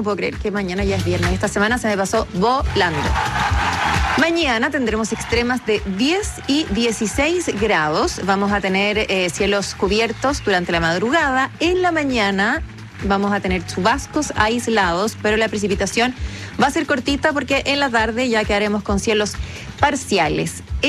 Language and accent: Spanish; Calera de Tango, Santiago Metropolitan, Chile; Mi querida comuna, nacida y criada en Canera de Tango.